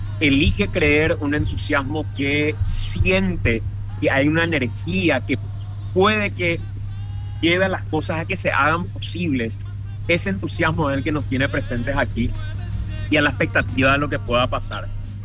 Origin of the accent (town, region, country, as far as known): Paraguay